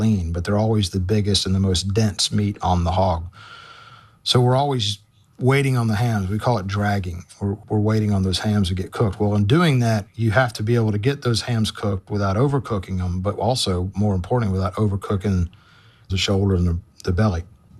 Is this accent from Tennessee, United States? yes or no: yes; Memphis, Tennessee, United States; born there; I was born in Memphis.